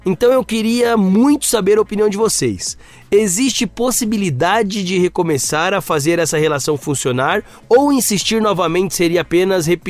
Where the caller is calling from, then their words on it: Feira de Santana, Bahia, Brazil; Eu sou de Feira de Santana.